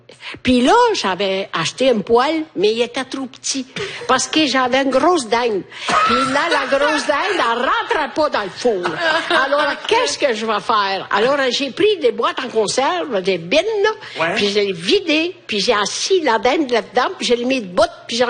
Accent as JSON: {"language": "French", "country": "Italy"}